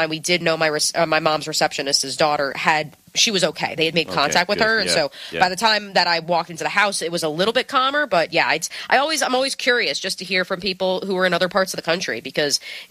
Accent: New Jersey, United States; born or raised there

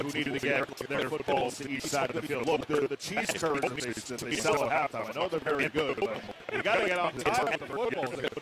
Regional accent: Florida, United States; I was a young guy growing up in South Florida

